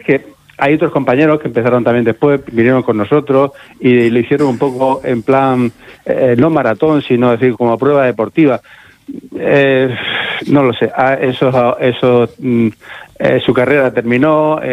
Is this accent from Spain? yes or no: yes; La Manga del Mar Menor, Region of Murcia, Spain; somos de La Manga